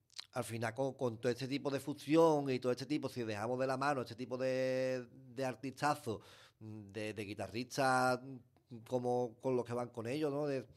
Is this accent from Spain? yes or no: yes; Andalusia, Spain; Y nuestra cultura se la denominan española y le quitan el andaluz.